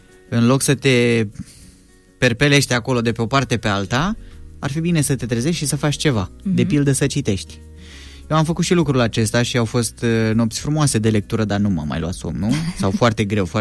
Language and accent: Romanian; Iași, Iași County, Romania; eu sunt de la Iași